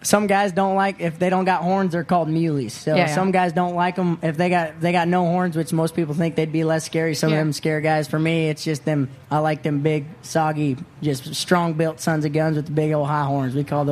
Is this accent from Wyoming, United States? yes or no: yes; Gillette, Wyoming, United States; moved away; I'm originally from Gillette, Wyoming.